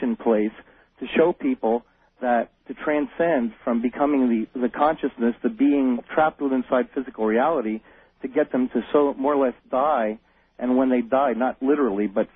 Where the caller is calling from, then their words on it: San Jose, California, United States; I'm calling from San Jose, California.